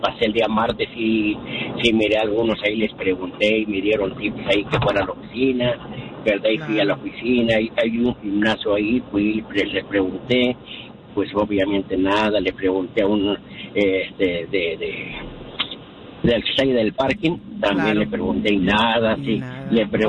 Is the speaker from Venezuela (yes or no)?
no; Nicolás Romero, State of Mexico, Mexico; now in Los Angeles, United States; Bueno, yo pues soy del Estado de México, Nicolás Romero, Estado de México. Tengo 32 años aquí en Los Ángeles.